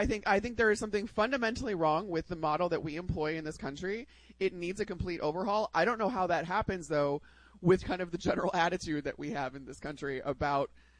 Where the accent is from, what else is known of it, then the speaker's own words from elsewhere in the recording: Illinois, United States; Like, I grew up in outside Chicago, where hockey was a huge sport that everybody in my neighborhood played.